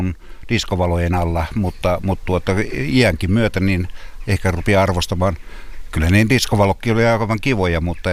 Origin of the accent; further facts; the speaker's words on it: Tiistenjoki, South Ostrobothnia, Finland; moved away; mä olen syntynyt Tiistenjoella ja lapsuuteni viettänyt täällä Tiistenjoella, mutta sitten lähtenyt täältä kylältä pois, mutta että tämä on se mun oma sielumaisema, niin tämä on se rakkain paikka, mitä olen kokenut.